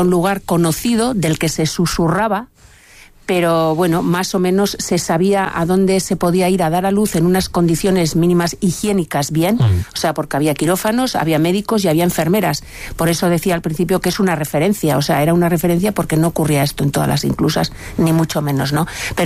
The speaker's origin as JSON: {"language": "Spanish", "town": "San Sebastián", "region": "Basque Country", "country": "Spain", "tie": "born or raised there", "said": "Yo soy de San Sebastián"}